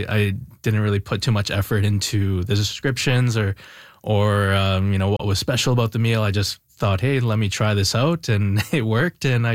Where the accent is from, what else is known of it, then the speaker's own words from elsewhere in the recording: Vancouver, British Columbia, Canada; Again, I'm from Vancouver, so I come from a wide range of culinary, different types of experiences in Vancouver.